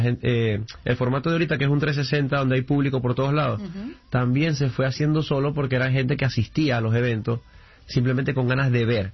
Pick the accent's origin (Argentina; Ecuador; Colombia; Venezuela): Venezuela; moved away; mis compañeros venezolanos